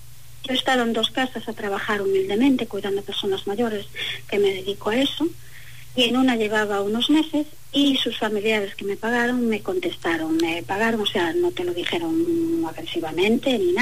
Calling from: Galicia, Spain; yo soy una persona gallega, resido en la calle Santa Eulalia

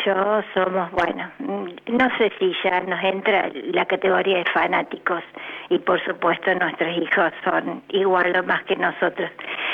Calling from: Villa María, Córdoba, Argentina; ciudades más pequeñas como nosotros, que viniera … a Villa María

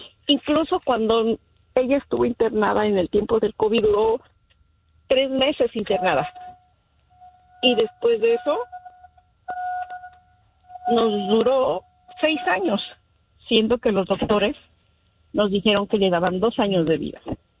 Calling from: Highland Park, United States; Yo vivo aquí en Highland Park.

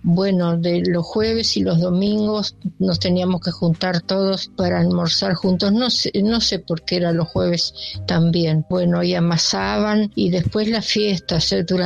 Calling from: La Plata, Buenos Aires Province, Argentina; de La Plata.

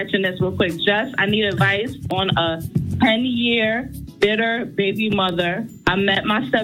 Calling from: New York City, New York, United States

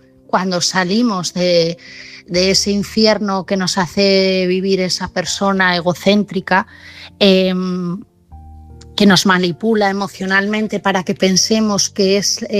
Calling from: Asturias, Spain; de Asturias.

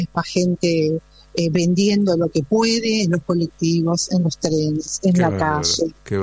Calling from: Avellaneda, Buenos Aires Province, Argentina; Yo vivo en Avellaneda. Vivo en Avellaneda Centro, sí, así es.

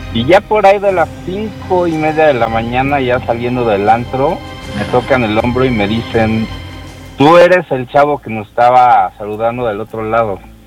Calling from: Mexico City, Mexico; Estamos ahorita en el barrio Bravo de la Nápoles.

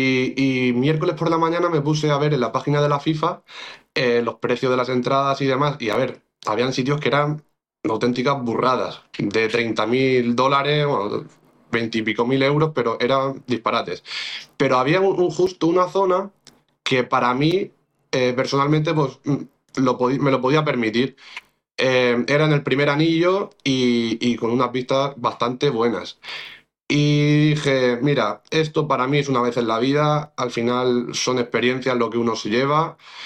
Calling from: Orihuela, Valencian Community, Spain; soy pues el alcalde pedáneo de mi pueblo, de La Murada

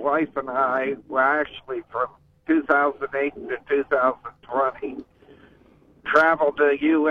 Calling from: Boardman, Ohio, United States

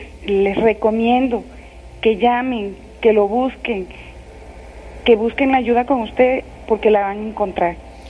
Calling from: Texas, United States; le estoy llamando aquí del estado de Texas.

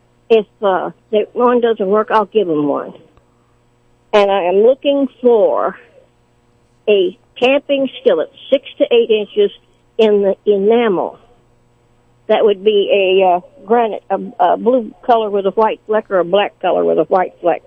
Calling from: Sedalia, Missouri, United States; Okay, I'm calling from Sedalia.

